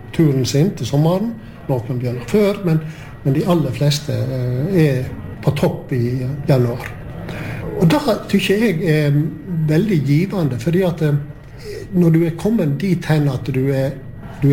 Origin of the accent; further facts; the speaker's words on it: Gaupne, Vestland, Norway; så sa jeg at jeg kommer jo ifra Gaupne.